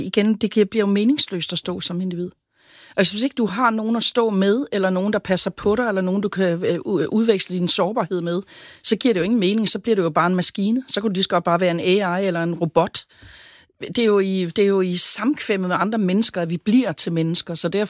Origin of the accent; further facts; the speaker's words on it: Sønderborg, Region of Southern Denmark, Denmark; Det gjorde man sgu ikke i 60'erne hjemme i Sønderborg. Der kunne du bare gå ned af gaden i din islændersvætter med din hårbørst i lommen på din korberjak, og så se, hvad der sker.